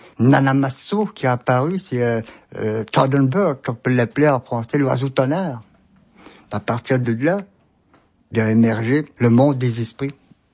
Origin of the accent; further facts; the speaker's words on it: Pessamit, Quebec, Canada; Je suis natif de Pessamit.